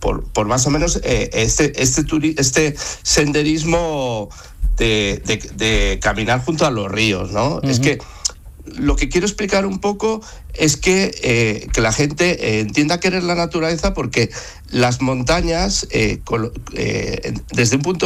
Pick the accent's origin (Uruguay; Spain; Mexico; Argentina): Spain; northern Spain; moved away as an adult; now in Seville, Spain; yo soy del norte de España, llegué hace 12 años a Sevilla y estaba muy acostumbrado a ir todos los días al monte